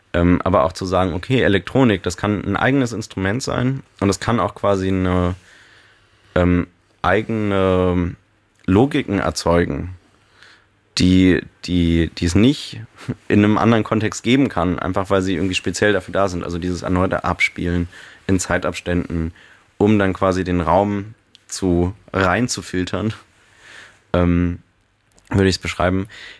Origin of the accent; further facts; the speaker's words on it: Berlin, Germany; ich komme ursprünglich aus der Berliner Vorstadt